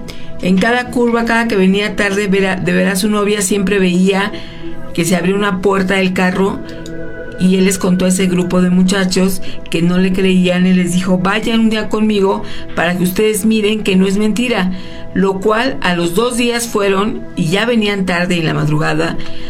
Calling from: Guanajuato, Mexico; de Guanajuato.

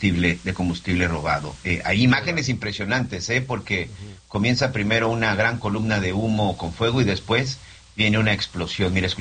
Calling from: Guadalajara, Jalisco, Mexico; Buenos días, Javier, Miguel. … de Guadalajara.

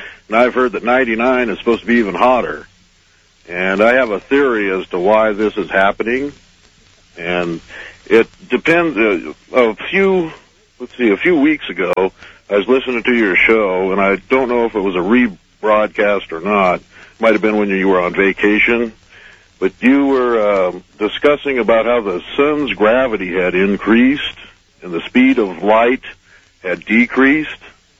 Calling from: Reno, Nevada, United States; from Reno.

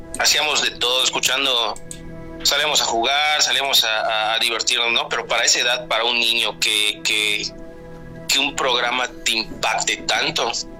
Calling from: Mérida, Yucatán, Mexico; de Mérida, Yucatán.

